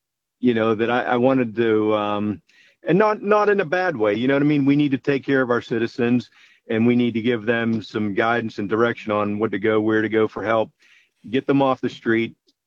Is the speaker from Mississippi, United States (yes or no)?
no; Pittsburgh, Pennsylvania, United States; I'm born and raised in Pittsburgh, Northside, and still there, obviously.